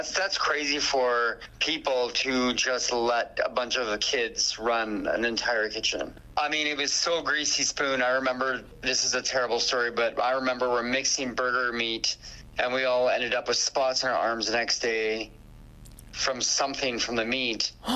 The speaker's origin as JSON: {"language": "English", "town": "Edmonton", "region": "Alberta", "country": "Canada", "said": "I'm from the Mississauga Enoch Cree tribe out of Edmonton, Alberta"}